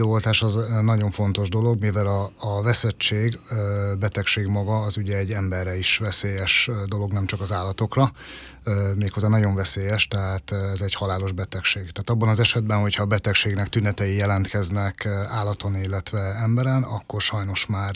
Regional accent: Paks, Tolna, Hungary; Pakson is születtem, 1978-ban és 22 éve dolgozom állatorvosként Pakson.

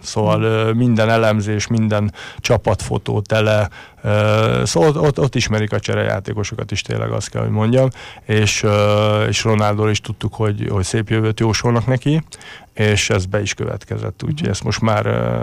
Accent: Hungary; egyedüli magyarként

